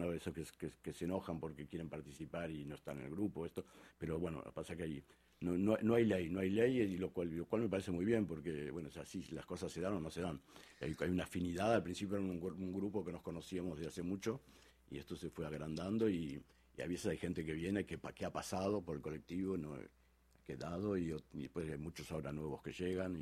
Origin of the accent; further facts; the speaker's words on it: Argentina; no sé, en mi país, en Argentina, o y acá también, a veces la gente les critica a los políticos que tal vez sean un poco más calmos